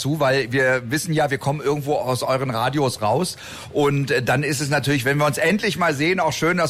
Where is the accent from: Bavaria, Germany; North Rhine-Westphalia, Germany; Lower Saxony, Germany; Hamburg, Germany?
Lower Saxony, Germany; Hanover; Und selbst ich als Hannoveraner, tut mir leid, Leute. Ich als Hannoveraner muss sagen, es ist wirklich toll.